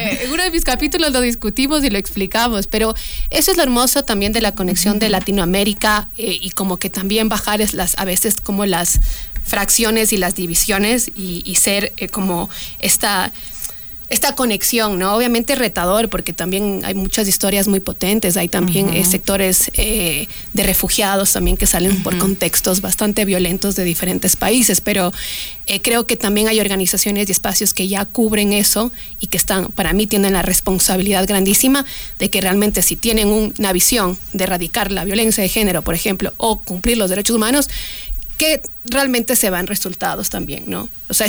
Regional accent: Ecuador; now in New Zealand; que valoremos como ecuatorianos

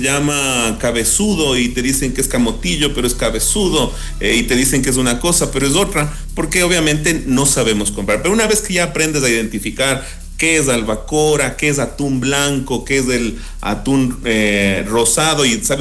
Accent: Pichincha, Ecuador

